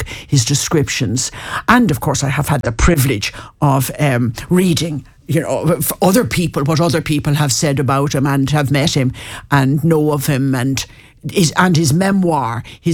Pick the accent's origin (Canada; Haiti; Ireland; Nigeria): Ireland; Foxford, Connacht; born there; No, I was not. I was born in Foxford in Mayo.